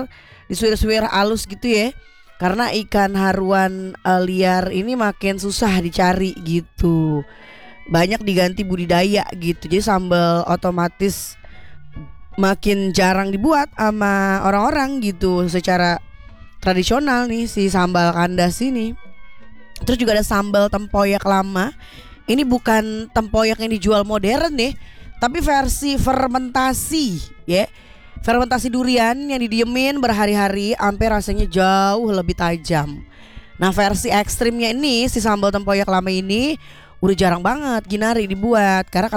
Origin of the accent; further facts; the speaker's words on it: Jakarta, Indonesia; Saya juga sebagai orang Betawi